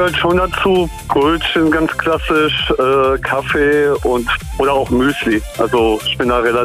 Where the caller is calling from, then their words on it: Wiesbaden, Hesse, Germany; Ich komme aus Wiesbaden-Westend.